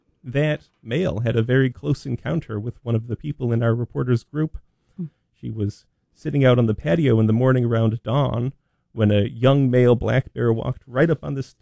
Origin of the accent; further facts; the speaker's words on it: New York, United States; I grew up in Western New York